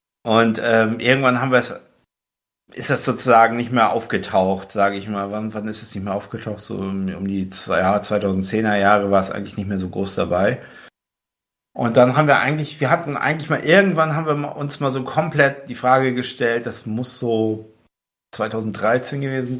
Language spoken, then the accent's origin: German; Friesland, Lower Saxony, Germany; Wir kommen ja aus Friesland